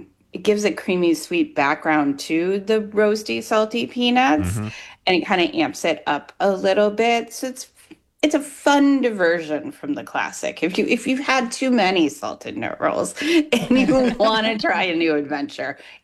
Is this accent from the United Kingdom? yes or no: no; Grand Rapids, Minnesota, United States; growing up in Grand Rapids